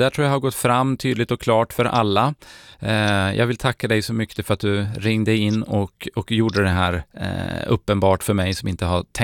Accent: Norrland, Sweden; jag är ju själv norrlänning

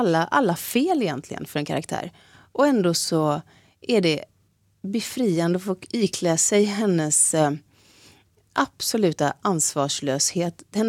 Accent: Gothenburg, Västra Götaland County, Sweden; jag som gammal göteborgare känner inte igen mig

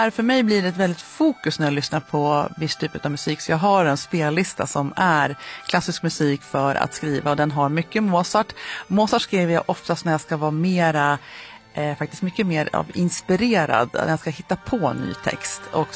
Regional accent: Frösön, Jämtland County, Sweden; Jag är ju från Frösön

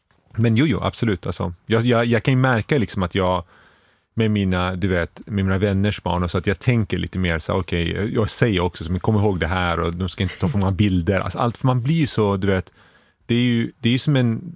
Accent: Sweden; vi har i Sverige

